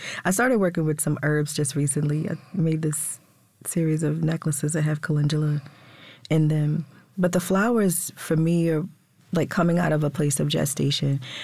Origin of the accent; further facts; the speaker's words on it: Baltimore, Maryland, United States; Here. Okay, Baltimore and Northern Maryland.